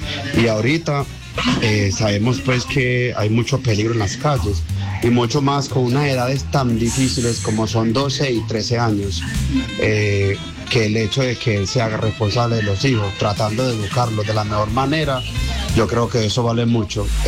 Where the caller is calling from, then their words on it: Bello, Antioquia, Colombia; desde Bello